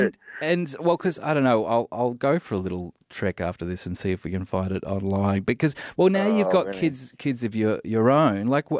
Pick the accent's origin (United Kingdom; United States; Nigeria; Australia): Australia; Couldn't do it as an adult, but we sure loved it as Aussie kids.